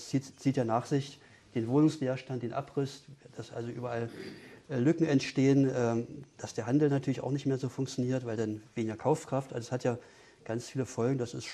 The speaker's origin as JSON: {"language": "German", "town": "Potsdam", "region": "Brandenburg", "country": "Germany", "moved": "yes", "lives_now": "Dessau, Germany", "said": "ich komme eigentlich aus Potsdam."}